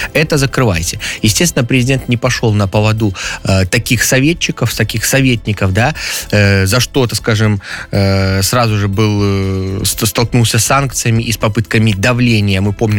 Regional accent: Belarus; чтобы мы, белорусы, жили на своей земле по своим законам

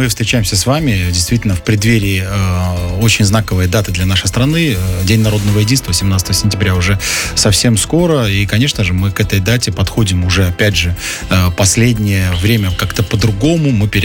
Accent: Belarus; мы, белорусы

